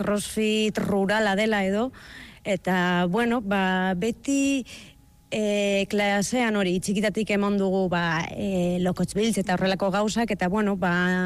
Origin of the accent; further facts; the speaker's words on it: Bilbao, Basque Country, Spain; eta ni bilbotarra naiz, beraz, ezin izan dut inora jun, osea, nahi eskero hori Gernikara edo baserri batera joan behar nintzen entrenatzera.